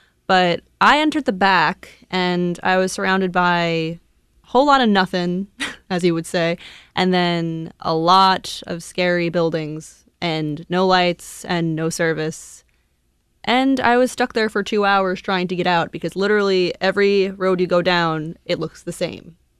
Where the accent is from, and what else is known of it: Long Island, New York, United States